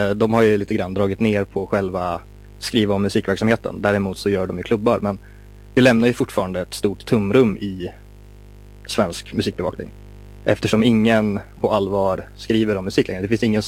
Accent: northern Sweden, Sweden; jag är från norra Sverige

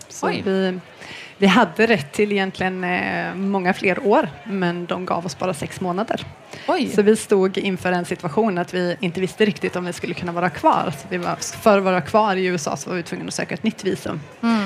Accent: Sweden; now in United States; plus situationen hemma i Sverige.

